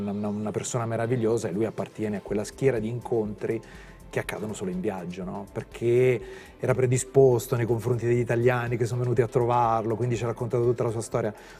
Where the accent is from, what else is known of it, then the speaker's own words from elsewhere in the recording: Taranto, Apulia, Italy; now in Milan, Italy; Sì, la mia città d'origine, sì.